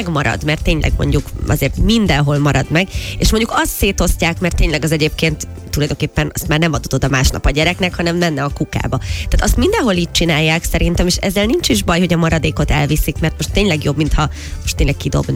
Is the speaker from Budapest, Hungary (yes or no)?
yes; Budapest, Hungary; én ugye a 18. kerületben nőttem föl